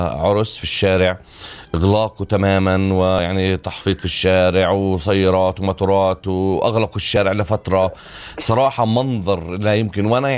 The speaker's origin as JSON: {"language": "Arabic", "town": "Ramallah", "region": "West Bank", "country": "Palestine", "said": "خلينا نحكي مثلا عن مدينتي رام الله والبيره على سبيل المثال"}